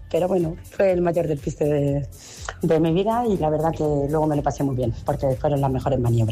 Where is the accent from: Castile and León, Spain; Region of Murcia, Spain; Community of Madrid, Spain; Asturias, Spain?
Community of Madrid, Spain; Madrid; Pues yo soy de Madrid